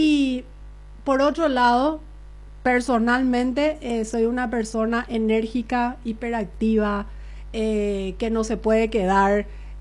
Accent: Coronel Oviedo, Caaguazú, Paraguay; soy una ovetense que quiere el bien para todos los ovetenses.

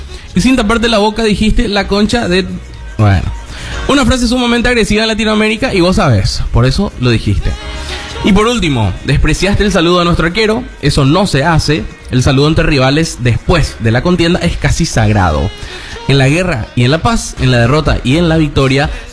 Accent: Paraguay; Yo soy senadora de la Nación paraguaya, electa con votos.

